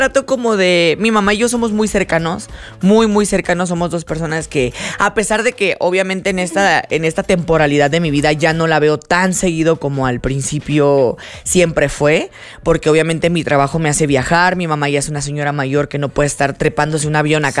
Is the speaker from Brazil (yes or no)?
no; Tijuana, Baja California, Mexico; todavía no vivo acá, vengo muy seguido, yo creo que ya en algún momento voy a terminar estando acá, pero por ahorita sigo estando en mi tierra natal, Tijuana.